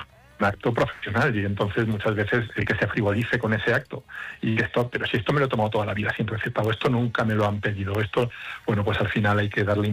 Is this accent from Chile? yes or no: no; Albacete, Castilla-La Mancha, Spain; yo soy de Albacete, no soy de Monera, pero soy de Albacete